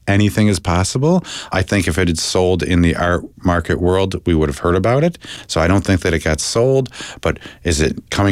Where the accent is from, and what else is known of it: Buffalo, New York, United States; now in New Orleans, United States